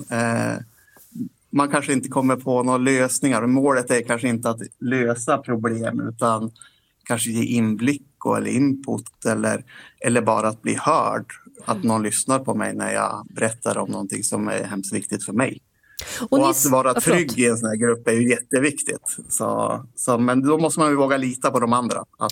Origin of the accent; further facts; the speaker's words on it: Bjärme, Jämtland County, Sweden; Jag sitter på skolan i Myrviken för tillfället, men jag är från Bjärme.